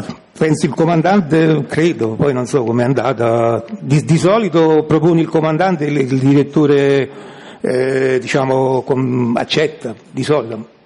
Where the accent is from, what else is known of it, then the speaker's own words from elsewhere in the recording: Cellole, Campania, Italy; io sono di Cellole, quindi sarebbe 15 chilometri.